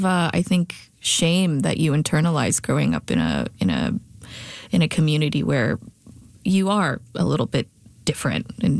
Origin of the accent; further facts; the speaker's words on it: Saskatoon, Saskatchewan, Canada; growing up in Saskatoon in the early 90s and then early 2000s.